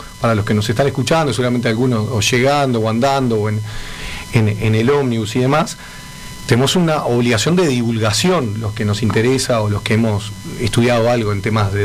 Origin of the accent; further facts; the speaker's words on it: Uruguay; estemos como uruguayos enganchados en temas educativos